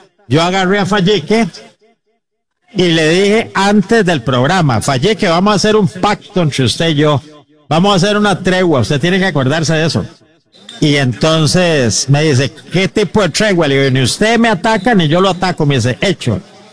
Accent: Costa Rica; yo soy costarricense

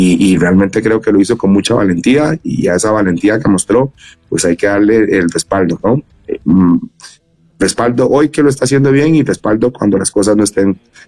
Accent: Costa Rica; Sí, como buen costarricense, sí, yo quiero ver a mi selección

